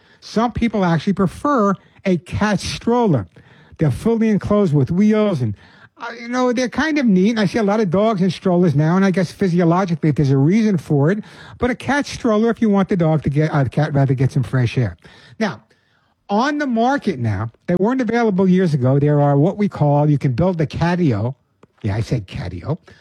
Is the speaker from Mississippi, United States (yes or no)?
no; Long Island, New York, United States; I grew up on Long Island. I know you can't tell. I grew up on Long Island, and basically all my friends in the neighborhood had dogs.